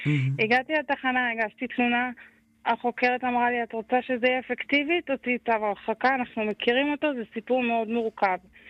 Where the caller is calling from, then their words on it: Central Israel, Israel; אז ככה, אנחנו מהמרכז.